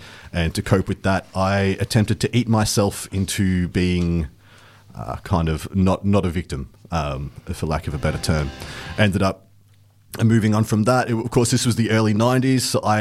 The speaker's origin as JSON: {"language": "English", "town": "Werribee", "region": "Victoria", "country": "Australia", "tie": "born or raised there", "said": "I grew up in Werribee in the western suburbs of Melbourne."}